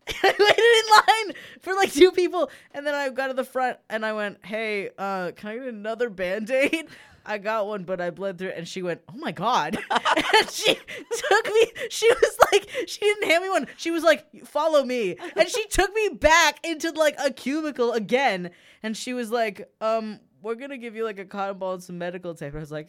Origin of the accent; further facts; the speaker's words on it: Canada; Because what else are you? I'm Canadian.